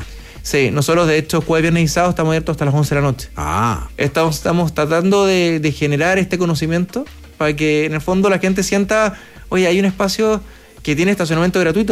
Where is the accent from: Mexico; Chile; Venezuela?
Chile; nosotros como chilenos también somos bastante tradicionales.